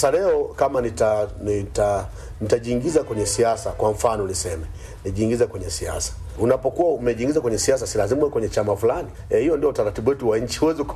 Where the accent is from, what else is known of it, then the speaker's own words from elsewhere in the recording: Tanzania; Nazungumza leo sisi ni Watanzania na Tanzania yetu ndio Mungu ametupatia.